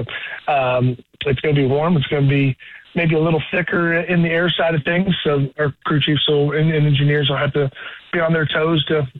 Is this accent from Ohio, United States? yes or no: yes; Columbus, Ohio, United States; my hometown of Columbus, Ohio